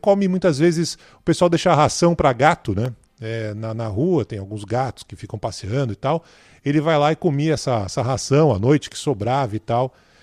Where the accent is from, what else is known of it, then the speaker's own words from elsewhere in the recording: São Paulo, Brazil; moved away as an adult; now in New York, United States; depois que eu mudei aqui para Nova York, cara, faz 6 anos, uma das coisas que mais me surpreendeu, eu que sou um cara que praticamente vivi a vida inteira em São Paulo